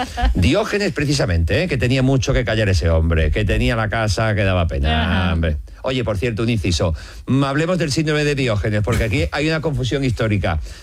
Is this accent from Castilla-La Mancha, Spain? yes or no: yes; Los Navalucillos, Castilla-La Mancha, Spain; De mi pueblo, decía, los navalucillos en Toledo son más bien insultos, pero aplica también como palabrota a veces.